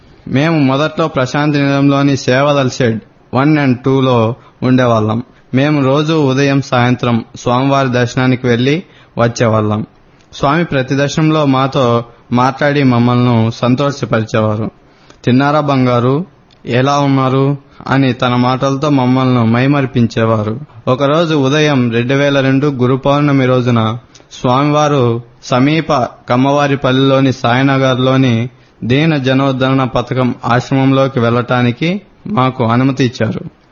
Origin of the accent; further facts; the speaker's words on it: Siddharamapuram, Andhra Pradesh, India; also born or lived in Puttaparthi / Chittoor; now in Tirupati, India; మాది పుట్టపర్తి పక్క సిద్ధరాంపురం అను చిన్న గ్రామం.